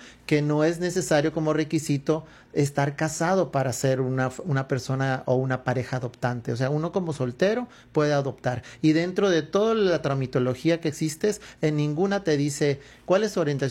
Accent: Mexico; somos ciudadanos mexicanos

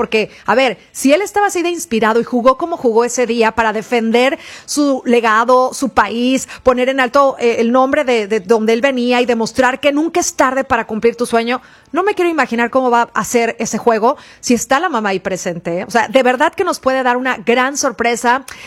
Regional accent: Mexico; echarle buena vibra como buenos mexicanos y apoyar a nuestra selección

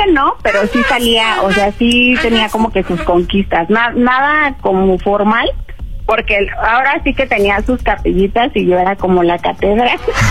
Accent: Tlalpan, Mexico City, Mexico

